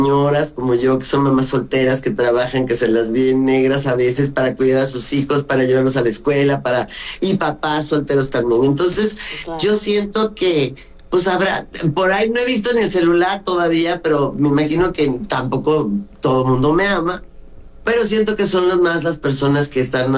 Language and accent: Spanish; Mexico City, Mexico; born there; also born or lived in Brazil; nos fuimos a vivir a una vecindad, a Clavería, que está al lado de Azcapotzalco, donde hice la preparatoria. Crecí en Popotla, y el hecho de venir de una colonia que no sea la colonia más nice